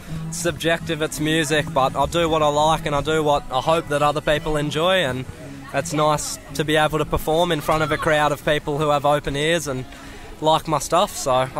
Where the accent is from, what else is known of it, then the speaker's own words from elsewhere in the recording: Bellingen, New South Wales, Australia; growing up in Bello, this is the essence of Bellingen, is having these kind of little gatherings.